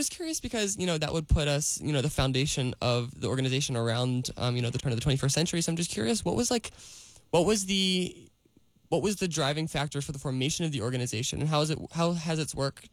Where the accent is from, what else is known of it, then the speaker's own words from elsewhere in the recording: Philadelphia, Pennsylvania, United States; I'm from Philadelphia, so I'm across the state.